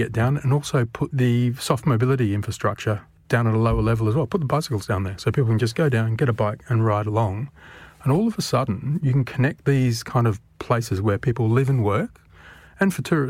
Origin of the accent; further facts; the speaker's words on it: Australia; accent: Australian; moved away as an adult; now in London, United Kingdom; you can tell by the accent, I'm Australian, but I've lived in London for 30 years, British citizen now.